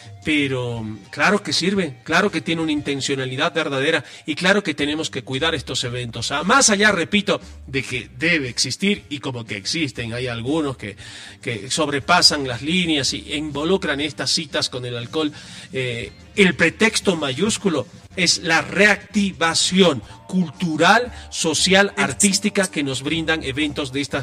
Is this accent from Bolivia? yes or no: yes; Bolivia; nos representa como bolivianos